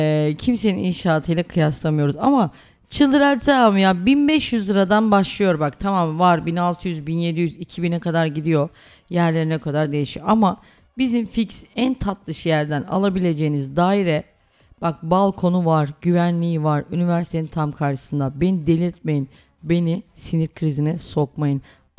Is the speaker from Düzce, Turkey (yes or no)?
yes; Düzce, Turkey; moved away as an adult; also born or lived in Istanbul; Bak ben de Düzceliyim. Ben de Düzceliyim.